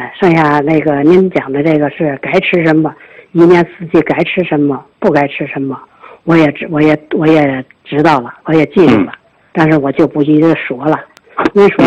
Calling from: Beijing, China; 我是北京市平谷区一个学员。

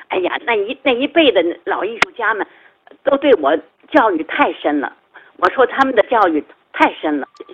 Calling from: Tianjin, China; 他有那么大成就，而且是从咱们天津走出去的

